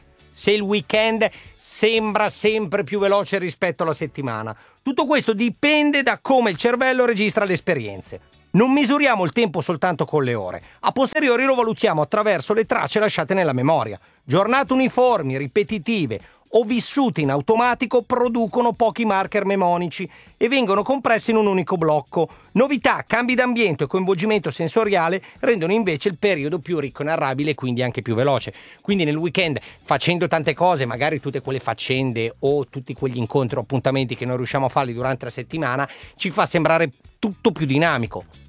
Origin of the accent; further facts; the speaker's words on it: Goito, Lombardy, Italy; moved away; torno a Goito, nel mio paese, da mia mamma, dove mi aspetta la mia cameretta.